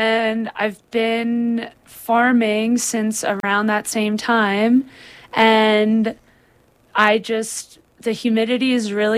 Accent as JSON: {"language": "English", "town": "Tamaqua", "region": "Pennsylvania", "country": "United States", "also_born_or_lived": "Canon City, Colorado", "moved": "as an adult", "lives_now": "Salida, United States", "said": "I'm not from Bethlehem. I'm from Tamaqua"}